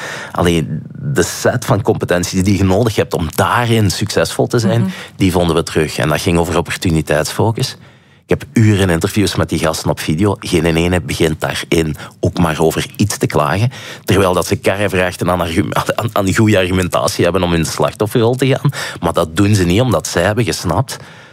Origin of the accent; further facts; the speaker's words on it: Flanders, Belgium; Ik zeg, soy de Belgica.